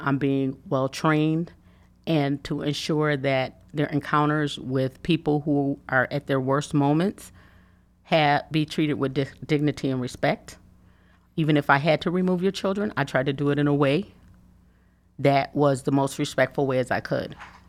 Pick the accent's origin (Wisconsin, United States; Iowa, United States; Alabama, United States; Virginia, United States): Alabama, United States; born there; Well, I was born in Alabama.